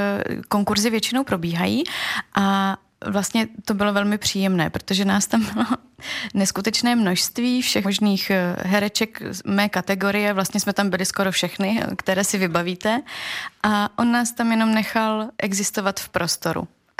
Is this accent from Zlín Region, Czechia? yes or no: yes; Buchlovice, Zlín Region, Czechia; Tak to já vzpomínám na to natáčení, které navíc ještě probíhalo v mém rodném kraji, na zámku v Buchlovicích, mimo jiné.